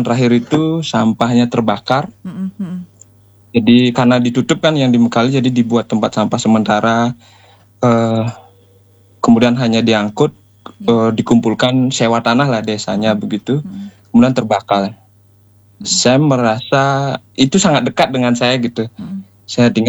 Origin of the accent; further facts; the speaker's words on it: Bali, Indonesia; di desa saya dari Panjanom.